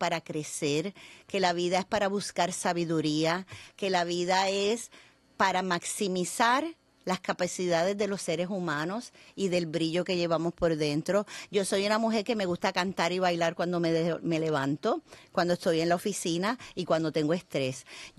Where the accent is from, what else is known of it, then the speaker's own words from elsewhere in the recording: Yabucoa, Puerto Rico; moved away as an adult; yo soy puertorriqueña, soy del barrio Calabazas Arriba de Yabucoa, Puerto Rico. Me encanta decirlo porque yo sé que es simpático el nombre de mi barrio. Me crié en el campo, de una familia humilde, pero trabajadora